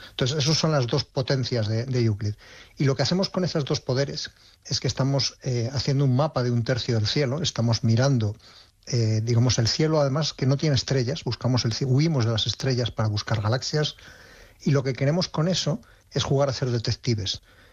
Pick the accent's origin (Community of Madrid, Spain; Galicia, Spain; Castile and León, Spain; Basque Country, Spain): Castile and León, Spain; Ávila; Sí, yo soy de Ávila y en Ávila tenemos unos cielos envidiables, de hecho tenemos reservas Starlight.